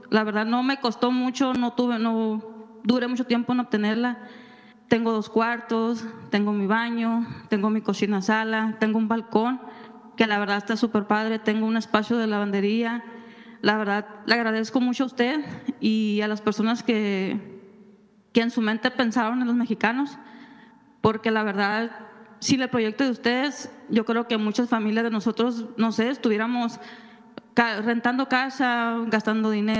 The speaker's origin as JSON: {"language": "Spanish", "country": "Mexico", "said": "¿quién se iba a imaginar que nosotros como mexicanos tuviéramos una vivienda digna?"}